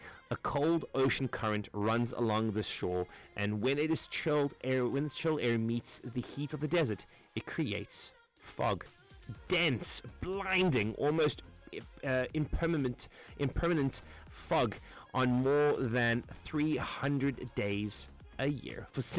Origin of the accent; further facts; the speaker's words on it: South Africa; my home country, South Africa